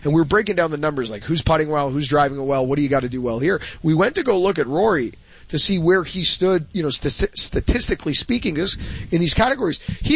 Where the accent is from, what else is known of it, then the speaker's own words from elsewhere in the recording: Canada; We, being a Canadian golf community, would hang our hat.